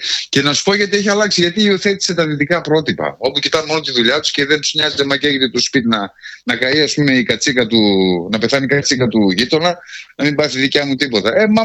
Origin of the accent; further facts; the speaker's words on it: Paliouria, West Macedonia, Greece; also born or lived in Germany; τα πιο ωραία πράγματα που θυμάμαι την παιδική μου ηλικία τα έχω εδώ από το χωριό, έτσι ξέρεις, τότε ήταν αλλιώς ρε παιδί μου ο κόσμος φτιαγμένος, βοηθιόντουσαν. Δεν θα ξεχάσω όταν ήρθαμε από τη Γερμανία, γιατί ο πατέρας μου επέστρεψε το 1976. Εμείς όταν ήρθαμε το 72, 71